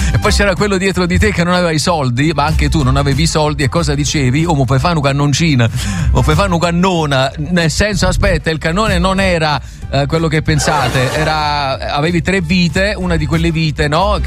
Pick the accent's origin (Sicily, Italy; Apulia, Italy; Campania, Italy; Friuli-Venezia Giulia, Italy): Campania, Italy; Cardito; also born or lived in San Nicola la Strada; L'infanzia l'ho trascorsa a Cardito, nonostante abitassi a San Nicola.